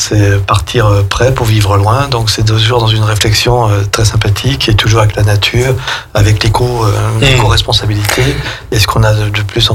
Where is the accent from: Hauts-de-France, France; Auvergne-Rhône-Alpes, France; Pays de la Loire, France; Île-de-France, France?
Auvergne-Rhône-Alpes, France; chez nous, on connaît bien, quand je dis chez nous, je veux dire en Savoie, dans notre région, parce que je suis savoyard.